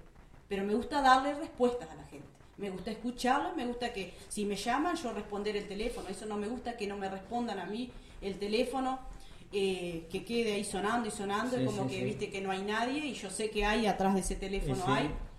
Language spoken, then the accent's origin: Spanish; Puntas de Caña, Uruguay; moved away; also born or lived in Laureles; Yo yo vengo de Puntas de Caña. Soy oriunda de Puntas de Caña.